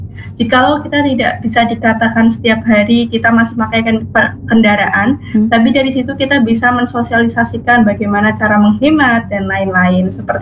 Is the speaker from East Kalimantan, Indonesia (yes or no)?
no; Sragen, Central Java, Indonesia; Ya, sebelumnya perkenalkan … asal saya dari Kabupaten Sragen